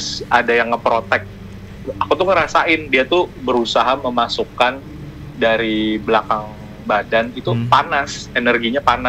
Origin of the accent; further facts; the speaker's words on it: Martapura, Indonesia; aslinya Martapura.